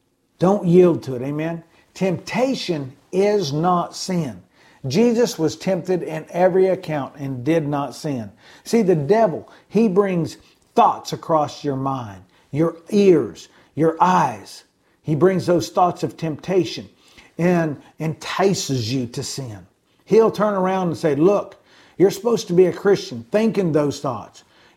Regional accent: Illinois, United States; as a child, growing up in Illinois

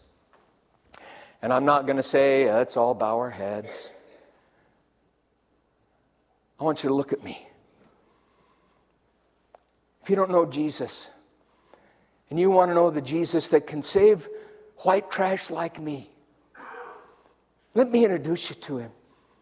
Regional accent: Denver, Colorado, United States; I'm nothing special. I'm white trash from Denver, Colorado. But God took the trash out.

